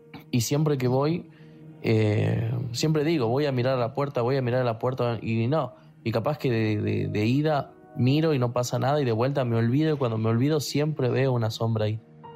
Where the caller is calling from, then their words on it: Buenos Aires, Argentina; Soy de Villa Soldati.